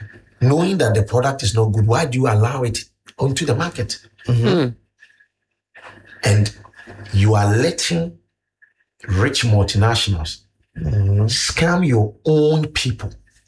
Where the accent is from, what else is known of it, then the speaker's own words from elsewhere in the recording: Ghana; as a Ghanaian citizen